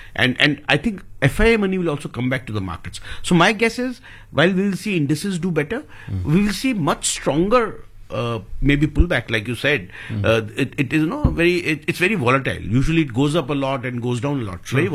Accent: India; as Indian investors

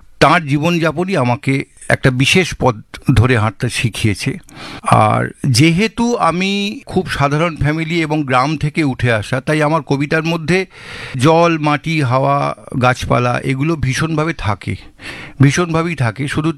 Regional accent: Dhaniakhali, West Bengal, India; বেড়ে ওঠা ধনেখালি, ধনিয়াখালি, তাঁতের শাড়ি যে সেই জায়গাতে আমার বেড়ে ওঠা।

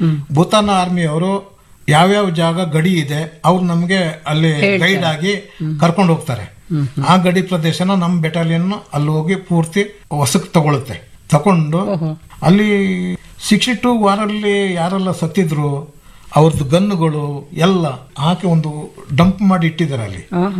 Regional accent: Kodagu, Karnataka, India; ನಾವು ಕೊಡಗಿನಲ್ಲಿ ಕಾಡಲ್ಲಿ ಬೆಳೆದವರು

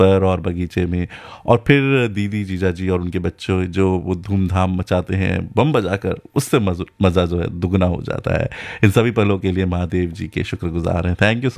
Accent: Uttarakhand, India; गढ़वाल उत्तराखंड से, मतलब हम भी वहीं से हैं

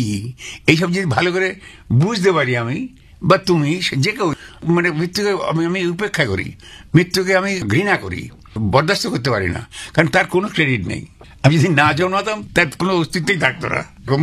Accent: Jessore, Khulna Division, Bangladesh; also born or lived in Beleghata, Kolkata; now in Kolkata, India; আমার বাবার বাপের বাড়ি ছিল আলাদা, আমার জন্ম হয়েছিল বেলেঘাটায়, আচ্ছা, মামা বাড়িতে, বাবার বাপের বাড়ি ছিল যশোরে, সেইখানে এই দিদা, তার কোলে আমি মানুষ হচ্ছি।

